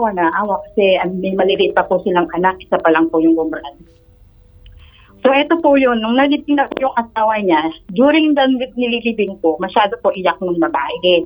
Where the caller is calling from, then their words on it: Cavite, Calabarzon, Philippines; taga Cavite po.